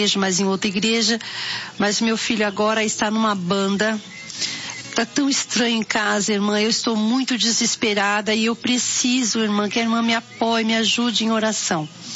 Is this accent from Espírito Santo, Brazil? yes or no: no; São Paulo, Brazil; also born or lived in Bahia; Porém, fui criada em São Paulo.